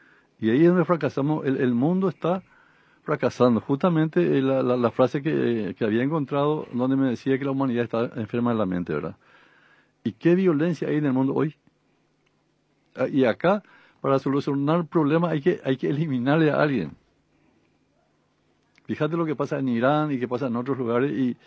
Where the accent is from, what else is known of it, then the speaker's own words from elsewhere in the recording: Piribebuy, Cordillera, Paraguay; ¿Y de dónde sos? Soy de Piribebuy.